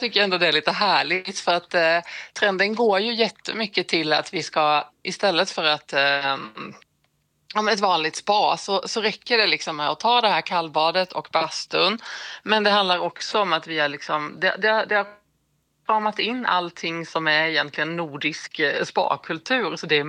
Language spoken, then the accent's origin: Swedish; Småland, Sweden; som en smålänning främst.